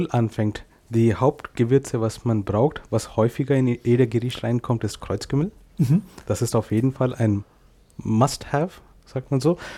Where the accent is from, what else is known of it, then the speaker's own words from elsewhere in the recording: India; first language Kannada; German is a second language; Meine Muttersprache heißt Kanada, genau wie das Land Kanada. Aha. Eigentlich, lustigerweise. Aber das ist einer der mehr offiziellen Sprachen in Indien.